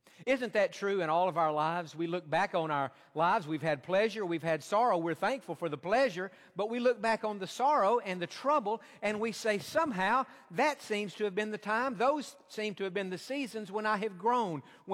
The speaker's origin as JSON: {"language": "English", "region": "Tennessee", "country": "United States", "tie": "born or raised there", "said": "He and I grew up together in Tennessee, and good friend."}